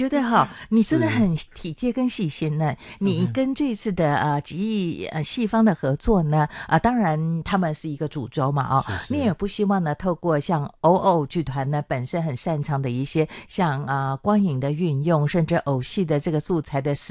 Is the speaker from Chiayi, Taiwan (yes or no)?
yes; Chiayi, Taiwan; 因为在乡下，我是嘉义人、哦嗯、老家在嘉义哦